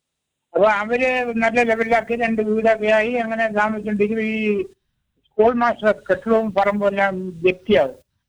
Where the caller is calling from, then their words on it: Kallayam, Kerala, India; മോളെ വീട് കല്ലയമാണ്.